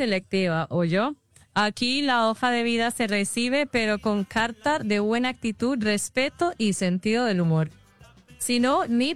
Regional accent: Paisa region, Colombia; yo soy paisa, paisa de corazón, de cuna y de arepa con quesito. De esas que hablan cantadito y siempre con buena energía. Ya usted sabe, bien montañera, pero con sabor.

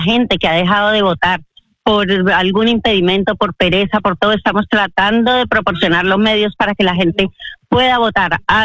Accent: Venezuela; born there; Y soy de doble nacionalidad, porque soy venezolana por nacimiento, ¿cómo es que se llama? La nacionalidad colombiana, pero quiero a Colombia.

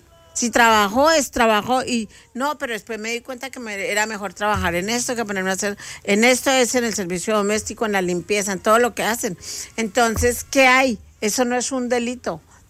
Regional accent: Colombia; now in Ecuador; Aunque los colombianos a mí me quieren mucho, pero hoy me siento más ecuatoriana tal vez. Y no estoy traicionando a mi patria

